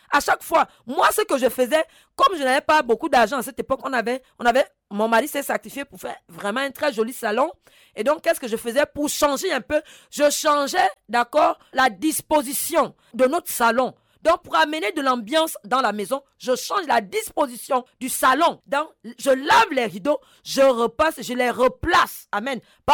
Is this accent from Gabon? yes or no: yes; Gabon; moved away; chez moi au Gabon